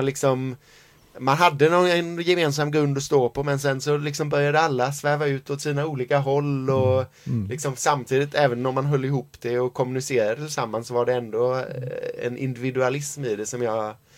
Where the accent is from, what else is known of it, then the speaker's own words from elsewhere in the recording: Gothenburg, Västra Götaland County, Sweden; also born or lived in Dublin; en glad och trevlig kille från Göteborg. Även om jag inte alltid låter sån, så jag är född och uppväxt i Majorna.